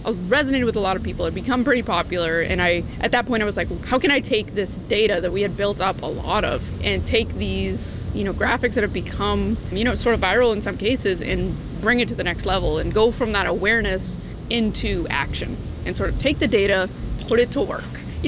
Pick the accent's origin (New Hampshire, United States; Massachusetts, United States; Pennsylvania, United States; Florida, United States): Massachusetts, United States; You know, I'm from Massachusetts, so it was sort of a natural thing.